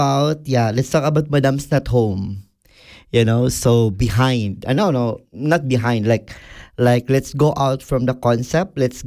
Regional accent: Philippines; since we are Filipino, we love karaoke

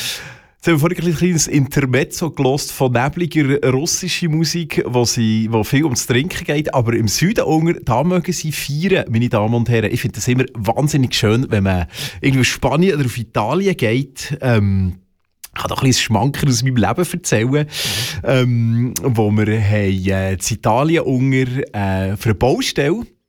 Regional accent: Switzerland

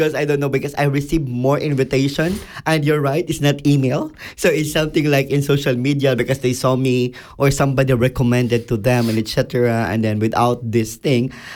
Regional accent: Philippines; I am from Philippines. This is not even my working spare or working space.

